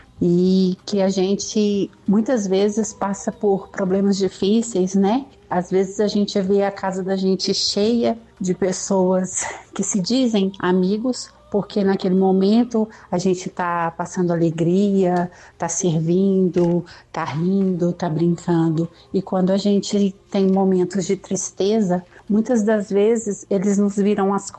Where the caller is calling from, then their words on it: Brasília, Federal District, Brazil; Falo aqui de Brasília, Distrito Federal.